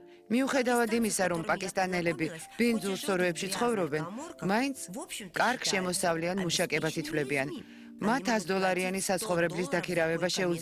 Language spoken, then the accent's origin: Georgian; Ukraine; ჩვენ უკრაინიდან ვართ.